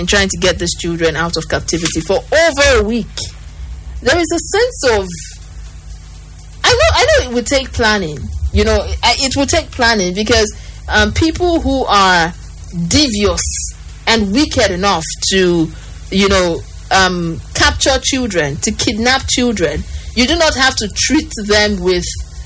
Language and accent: English; Nigeria; as a Nigerian, as, you know, a Nigerian looking at this situation